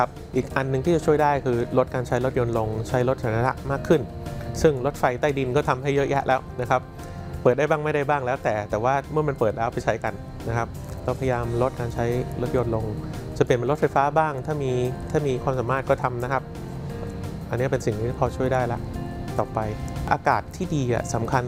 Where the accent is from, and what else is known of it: Bangkok, Thailand